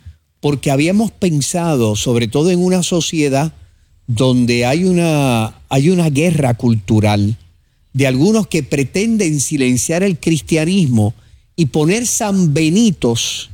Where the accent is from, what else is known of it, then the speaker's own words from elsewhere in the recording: Puerto Rico; lo que nosotros somos como puertorriqueños